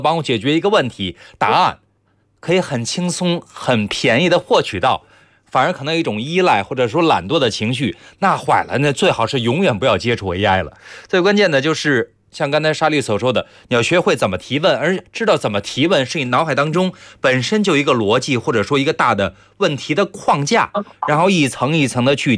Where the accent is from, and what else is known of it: China